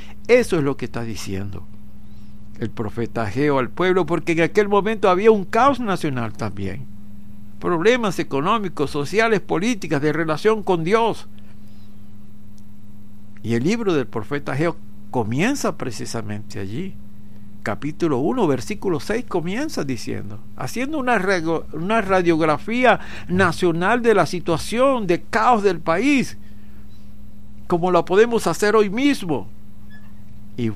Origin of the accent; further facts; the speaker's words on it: Venezuela; ¿Cómo podemos nosotros como venezolanos tomar una posición